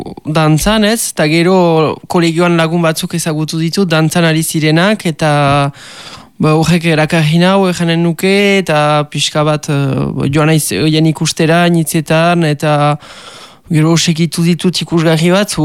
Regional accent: Urrugne, Nouvelle-Aquitaine, France; Ez, Urruñakoa naiz, eta Urruñan bizi beti, bai.

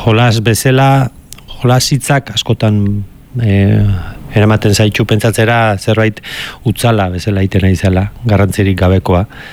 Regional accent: Spain; first language Basque; Baina euskeraz ez, nire ama hizkuntza da, eta ez dut beste modu baten ulertzen.

